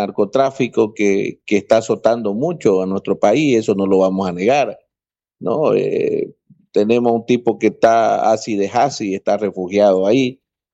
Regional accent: Bolivia; porque al final todos somos bolivianos y necesitamos que realmente haya un plan estratégico a nivel nacional, ¿no?

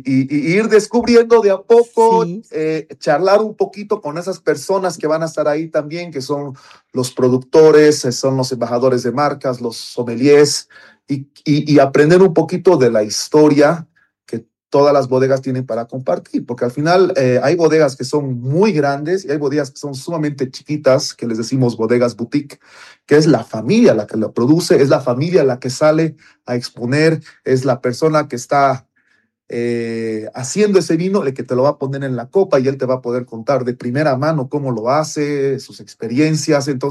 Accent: Bolivia; nosotros como bolivianos

